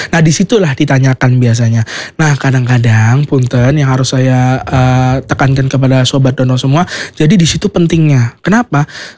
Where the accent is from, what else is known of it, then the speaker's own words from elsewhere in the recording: Banyumas, Central Java, Indonesia; accent: ngapak; walaupun saya tidak lahir di Banyumas, tapi saya besar di Banyumas, dan saya bangga jadi orang Banyumas. Ya, bapak-bapak ya. Walaupun ngapak saya kurang bagus